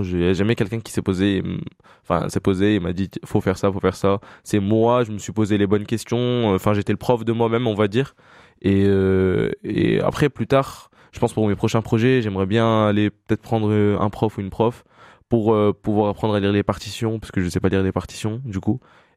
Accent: Échirolles, Auvergne-Rhône-Alpes, France; quand je dis que je viens des Chirolles, les gens, ils ouvrent grand les yeux et tout. C'est vrai que c'est étonnant aussi de venir de la banlieue

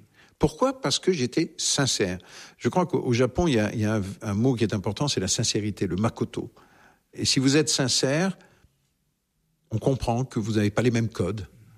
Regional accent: south of France, France; Alors, non seulement je suis un méridional, mais je suis soupolé, j'ai très mauvais caractère

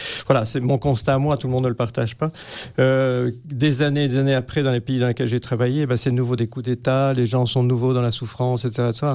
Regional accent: Belgium; On est européen, on est belge, on a cette éducation-là.

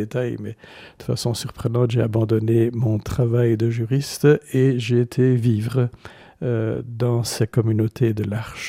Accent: Antwerp, Flanders, Belgium; Mais de fait, après mon service militaire, je suis resté dans ma ville natale et.

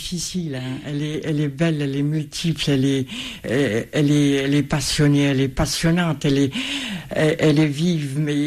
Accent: Dijon, Bourgogne-Franche-Comté, France; je suis de France, je suis de Dijon.

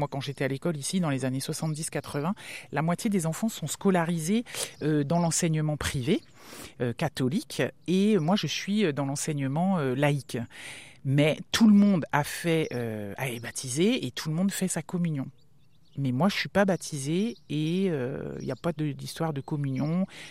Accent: Brittany, France; Or, moi, vraiment, je suis une fille des terres. Je suis une bretonne et je ne fais pas de bateau, quoi.

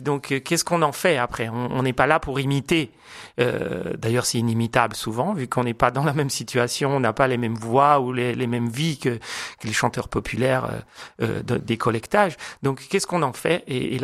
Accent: Rome, Lazio, Italy; moved away; à Rome, vu que nous venons de Rome, on dit fuoco, er fuoco.

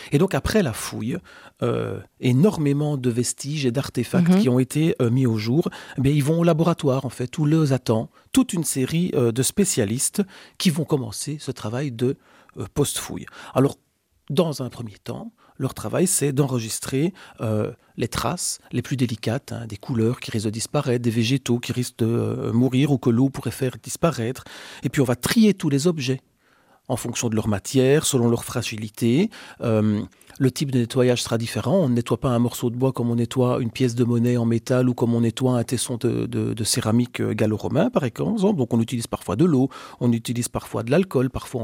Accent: Wallonia, Belgium; Il est chez nous en Wallonie et ça, c'est assez cool de le dire.

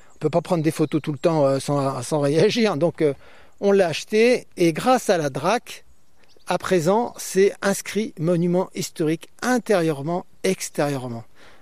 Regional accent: Paris, Île-de-France, France; born there; moi je suis né à Paris, parce que mon père travaille à Paris aux arts décoratifs, etc. Et donc on venait en vacances ici

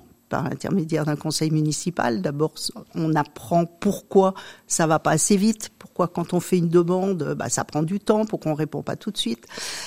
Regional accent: Auvergne-Rhône-Alpes, France; also born or lived in Lyon; now in Périgneux, France; Alors, moi, je suis savoyarde d'origine, mais la famille maternelle du côté de ma maman est originaire de Saint-Maurice-en-Gourgois. Ma famille paternelle est donc de Savoie, originaire d'Italie, de Savoie.

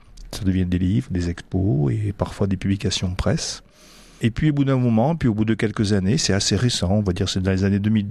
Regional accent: South-West France, France; accent: Sud-Ouest (South-West French); moved away as an adult; now in Niort, France; j'ai l'accent du Sud-Ouest parce que je viens du Sud-Ouest. Je suis à Niort depuis 2 ans, donc vous allez l'entendre.

